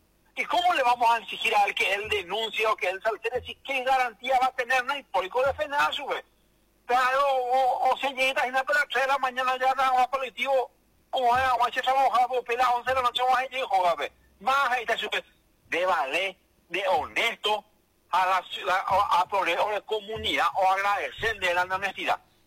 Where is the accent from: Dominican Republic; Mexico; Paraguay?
Paraguay